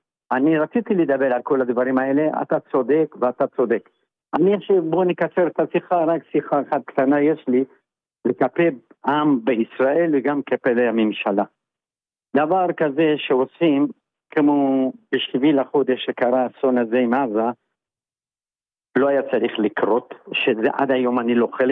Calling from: Tel Aviv, Tel Aviv District, Israel; מתל אביב, יד אליהו.

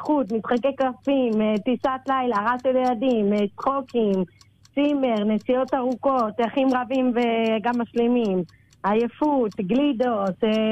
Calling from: Petah Tikva, Central District, Israel; אני מפתח תקווה.

